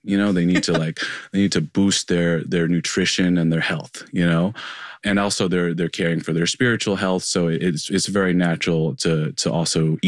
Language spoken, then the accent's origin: English; Tennessee, United States; You know, I grew up in Tennessee and among a lot of sort of evangelicals and people handing me a Bible at inopportune times.